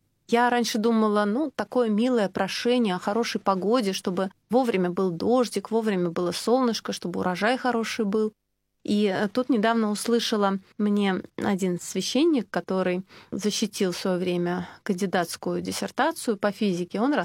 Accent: Saint Petersburg, Russia; То есть мы не говорим, что вот мы, петербуржцы, молимся только за Петербург

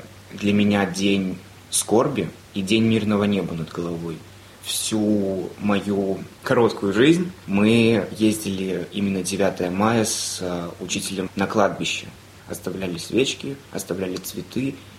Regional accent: Lithuania; moved away; Я приехал из Литвы. Сам День Победы у нас в Литве 8 мая.

